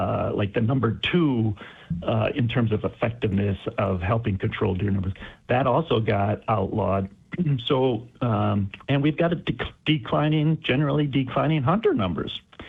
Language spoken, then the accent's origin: English; Racine County, Wisconsin, United States; I grew up in Racine County.